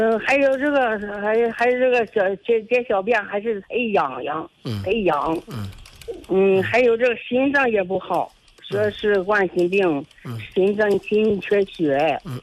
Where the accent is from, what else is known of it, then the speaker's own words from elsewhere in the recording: Mancheng, Hebei, China; 我是保定。满城。